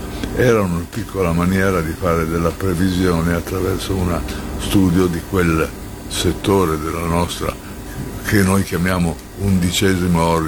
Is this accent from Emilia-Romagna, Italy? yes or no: yes; Bologna, Emilia-Romagna, Italy; also born or lived in Padua / Giulianova; a 2 anni sono andato a Bologna, è stato sempre Bologna e Giulianova